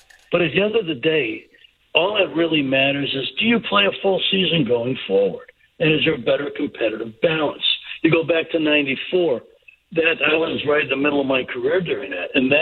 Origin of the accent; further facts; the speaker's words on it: Chicago, Illinois, United States; now in Los Angeles, United States; since I was a little kid growing up in Chicago.